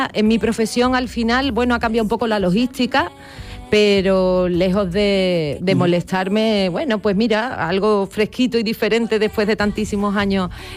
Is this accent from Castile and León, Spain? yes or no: no; Cádiz, Andalusia, Spain; al hablar de Cádiz, al hablar de mi tierra